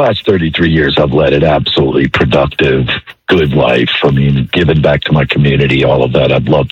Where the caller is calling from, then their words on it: Clearwater, Florida, United States; Clearwater.